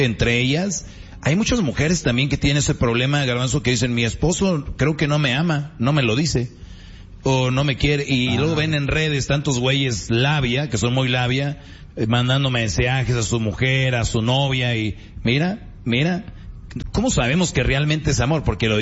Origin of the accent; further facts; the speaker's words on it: Mexico; así como buenos mexicanos que le ponemos a una situación muchas palabras y frases, pues así estuvo.